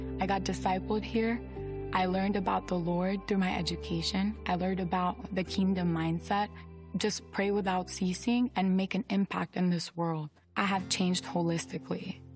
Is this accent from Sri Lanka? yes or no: no; Albania; They're like, "We're actually headed to Albania." I said, "What? I'm from Albania."